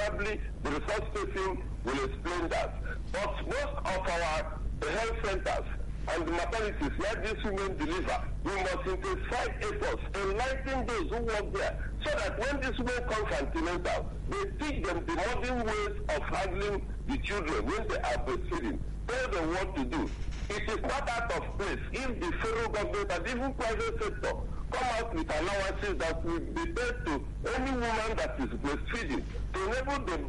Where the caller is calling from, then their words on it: Owerri, Imo, Nigeria; I'm calling from Owerri in Imo State.